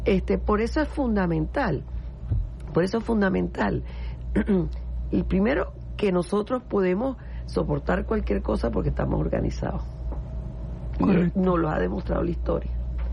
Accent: Venezuela

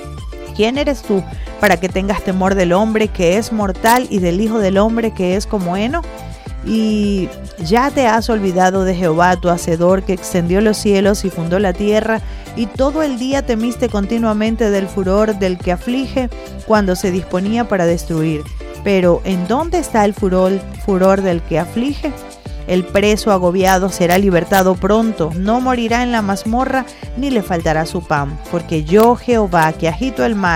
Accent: Venezuela

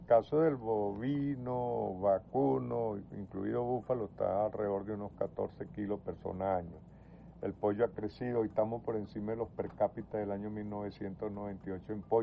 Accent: Guárico, Venezuela; Porque como somos llaneros, en mi casa se consumía mucha carne bovina. ¿De dónde? Del Guárico.

